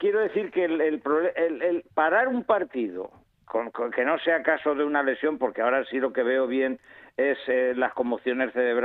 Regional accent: Alcázar de San Juan, Castilla-La Mancha, Spain; soy manchego de Alcázar de San Juan

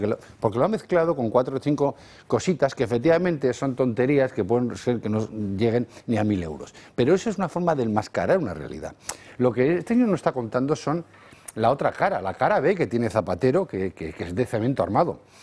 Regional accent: Spain; pero a no pensar que somos gilipollas los españoles, también tenemos ese derecho.

